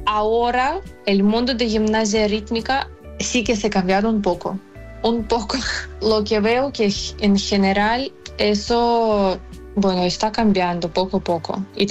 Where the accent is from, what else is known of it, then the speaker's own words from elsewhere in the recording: Ukraine; Spanish is a second language; moved away as an adult; also born or lived in Kyiv; now in Barcelona, Spain; Ella solo sabía que soy ucraniana.